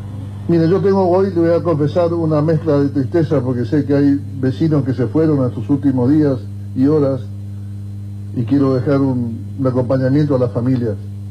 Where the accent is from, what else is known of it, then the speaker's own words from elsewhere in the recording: Oberá, Misiones, Argentina; yo soy de Oberá, por acá entraron los nórdicos, los suecos, los noruegos, los finlandeses, dinamarqueses, también entraron por acá.